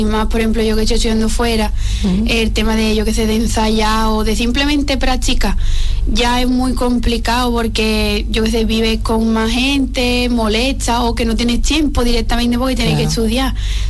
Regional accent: Arcos de la Frontera, Andalusia, Spain; porque somos de pueblos diferentes, de Espera, y Íñigo y yo somos de aquí de Arco.

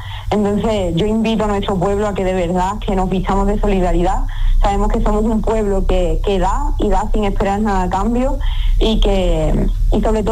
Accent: Arcos de la Frontera, Andalusia, Spain; mi caso, pues me presento, diga que … de Arco de la Frontera

